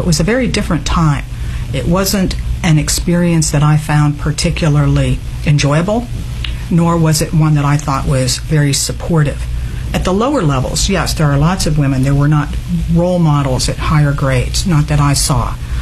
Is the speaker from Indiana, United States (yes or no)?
no; Grove City, Pennsylvania, United States; I was born in Grove City, Pennsylvania, which is about 50 miles north of Pittsburgh, and that's where I grew up.